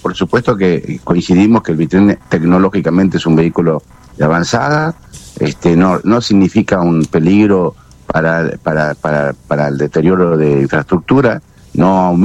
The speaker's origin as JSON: {"language": "Spanish", "town": "Bahía Blanca", "region": "Buenos Aires Province", "country": "Argentina", "said": "yo soy de Bahía Blanca, sí."}